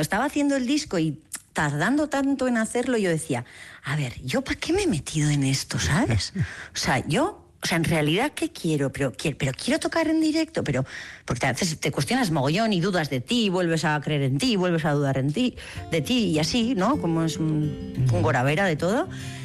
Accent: Beasain, Basque Country, Spain; also born or lived in Ordizia / Tolosa; now in San Pedro, Spain; Yo soy de Beasain. Bueno, a ver, sí, yo soy del Goierri. Decir solo de Beasain ya se me queda corto, porque ya he vivido... Yo creo que lo mismo en Beasain, en Ordizia, en Tolosa también he vivido. Ahora vivo en San Pedro

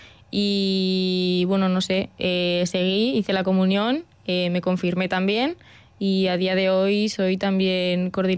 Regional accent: Berriz, Basque Country, Spain; Clara y yo somos de Berriz

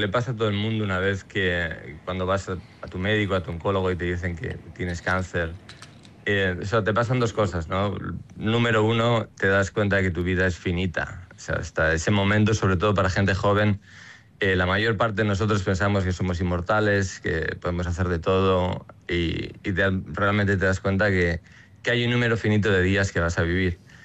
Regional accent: Vitoria-Gasteiz, Basque Country, Spain; Yo, o sea, nací y crecí en Vitoria, pero dejé el instituto después de tercero de BUP y nunca hice el COU de entonces.

